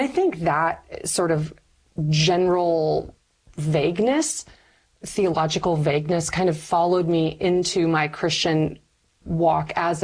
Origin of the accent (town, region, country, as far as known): Michigan, United States; born or raised there